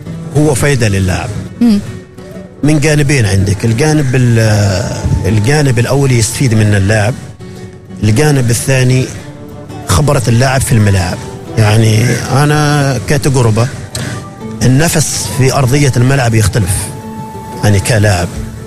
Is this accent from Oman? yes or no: yes; Oman; البعض يقول لك ليش إحنا ما نقنص، إحنا كعمانيين ما نقنص، إحنا عندنا خامات كعمانيين عندنا